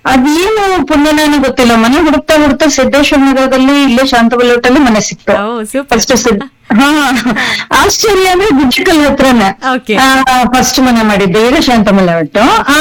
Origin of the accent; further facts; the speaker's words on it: Bengaluru, Karnataka, India; moved away as an adult; now in Shivamogga, India; ನಾವು ಹುಟ್ಟಿದ್ದು ಬೆಂಗಳೂರು. ಬ್ಯಾಂಗ್ಳೂರಲ್ಲಿ ಹನುಮನ್ ನಗರ ಅಂತಿದೆ, ಹನುಮನ್ ನಗರ ಹತ್ರ ಭಾರತ ಮಾತಾ ವಿದ್ಯಾಮಂದಿರ ಅಂತ ಸ್ಕೂಲ್ ಇದೆ.